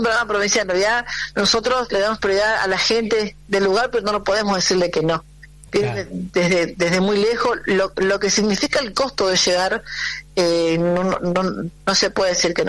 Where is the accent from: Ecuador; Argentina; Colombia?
Argentina; Viedma, Río Negro; Sí, nosotros, yo particularmente somos tres personas que somos de Viedma.